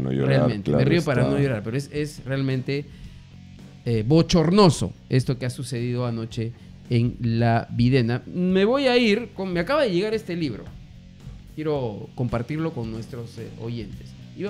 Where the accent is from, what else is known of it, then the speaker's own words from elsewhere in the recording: Peru; No solamente somos peruanos, sino también estamos conectados